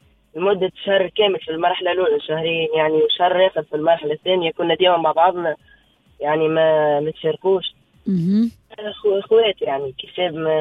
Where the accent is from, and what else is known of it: Tunisia